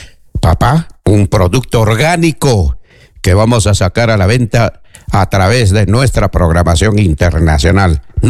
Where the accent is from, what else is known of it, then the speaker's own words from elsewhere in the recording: Peru; En el Perú, todos somos peruanos